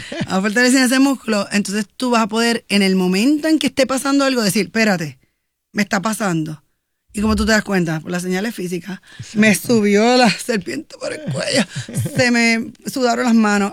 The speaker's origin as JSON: {"language": "Spanish", "country": "Puerto Rico", "said": "Y somos boricuas"}